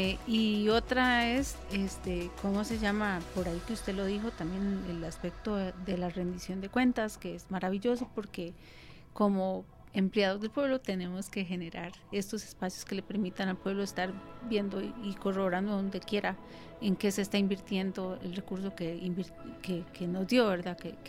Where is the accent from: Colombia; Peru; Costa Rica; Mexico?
Costa Rica; en mi país, que es Costa Rica